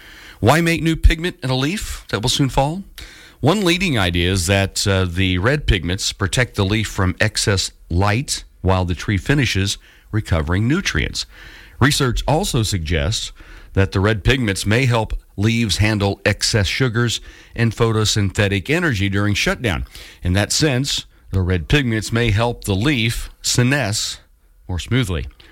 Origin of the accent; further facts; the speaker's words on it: Missouri, United States; I grew up in Missouri, and forests and trees that covered up those old gravel roads would become gorgeous this time of year.